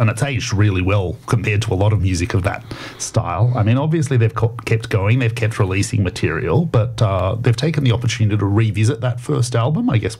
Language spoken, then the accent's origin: English; Sydney, New South Wales, Australia; when I was growing up in Sydney